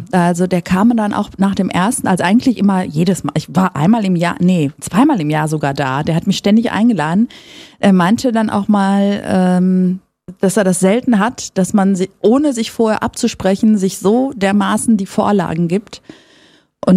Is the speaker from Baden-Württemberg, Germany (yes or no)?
no; North Rhine-Westphalia, Germany; ich bin tatsächlich in Nordrhein-Westfalen geboren und nicht in Griechenland.